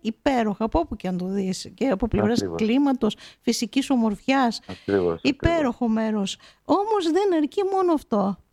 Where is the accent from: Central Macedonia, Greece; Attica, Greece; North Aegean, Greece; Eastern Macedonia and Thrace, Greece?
North Aegean, Greece; Samos; δεν είμαι εγώ μόνο που είμαι έτσι με το νησί μου εκστασιασμένη